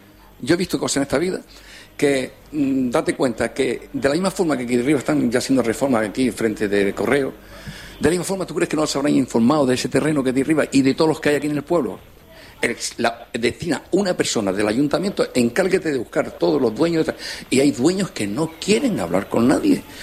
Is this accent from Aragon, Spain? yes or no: no; Canary Islands, Spain; vengo a defender mi pueblo, que es España y Canarias.